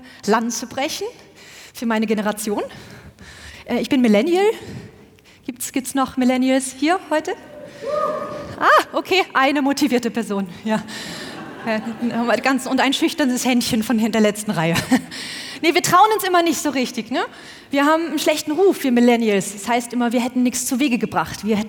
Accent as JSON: {"language": "German", "region": "North Rhine-Westphalia", "country": "Germany", "said": "Ich komme aus Westfalen. Als wir klein waren, hat man uns Kindern immer gesagt"}